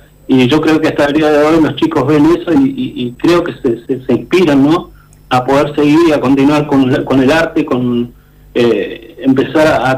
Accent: Zapala, Neuquén, Argentina; yo creo que tendría que dar lo mejor de mí para poder representar a mi pueblo acá, a Zapala.

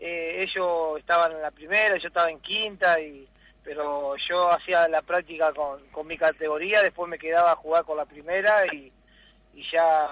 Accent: Concepción, Tucumán, Argentina; Sí, yo soy del barrio de La Concepción, y me inicié, sí, en equipos de fútbol infantil

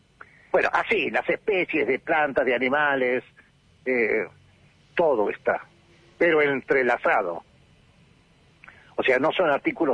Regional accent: Bahía Blanca, Buenos Aires Province, Argentina; now in Patagonia, Argentina; Soy patagónico por adopción, llegué en el año 78 de Bahía Blanc

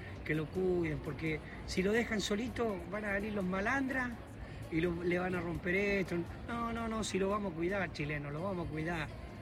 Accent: Catamarca, Argentina; born there; Yo nací el año 2000, nací acá en Catamarca.

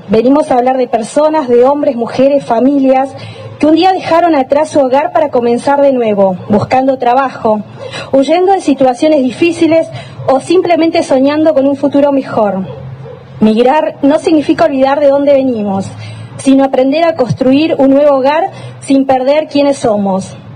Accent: Paraguay; now in Argentina; Como colectividad paraguaya, reafirmamos nuestro compromiso de seguir unidos, de preservar nuestras raíces, de divulgar la riqueza de la cultura guaraní y de continuar construyendo una convivencia fraterna con toda la comunidad. Nuestras raíces nacieron en Paraguay

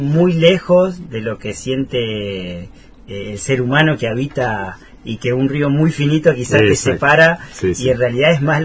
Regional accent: Buenos Aires Province, Argentina; now in Corrientes, Argentina; me toca decirlo como porteño, si se quiere, que yo siempre digo, no soy porteño, soy conurbano

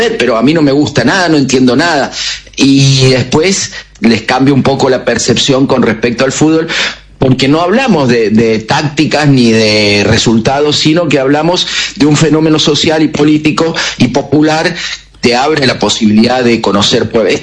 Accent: Godoy Cruz, Mendoza, Argentina; now in Córdoba, Argentina; Soy mendocino, sí. De Godoy Cruz, pero sí, como decís vos, vivo en Córdoba hace 34 años.

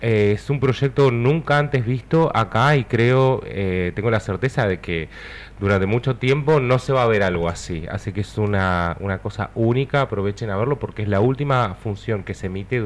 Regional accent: Río Gallegos, Santa Cruz, Argentina; yo soy de acá de Río Gallegos

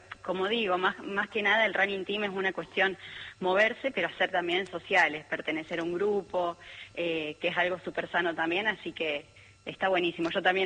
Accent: Ushuaia, Tierra del Fuego, Argentina; Después hice esquí alpino porque nací, viví muchos años en Ushuaia.

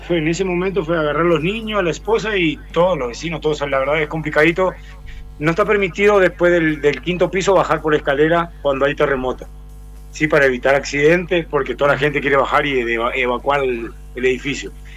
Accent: Paraná, Entre Ríos, Argentina; moved away as an adult; now in Medellín, Colombia; Bueno, yo vivo acá en Medellín hace 10 años. La verdad salí como mochilero de Paraná a conocer Latinoamérica y me encantó, me enamoró esta ciudad, me enamoró Colombia, el país es hermoso.

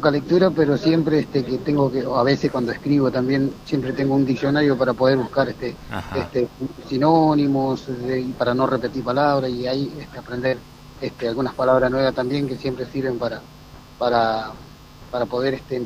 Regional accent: Río Negro, Argentina; ya mañana pego la vuelta para mi tierra. Así que agradecido a ustedes, agradecido a la gente de la línea sur, por supuesto, de mi meseta, que siempre nos están dando un apoyo, y yo contento de poder, de alguna manera, representar la tierra de donde vengo.

